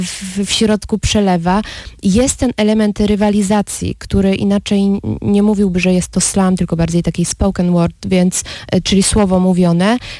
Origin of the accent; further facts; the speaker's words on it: Opole, Opole Voivodeship, Poland; u nas w Opolu